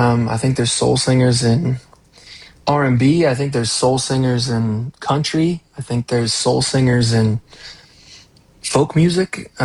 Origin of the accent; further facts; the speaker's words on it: Washington, United States; I grew up snowboarding. I'm from Eastern Washington State. The little town I was raised in is kind of at the base of a little community ski hill.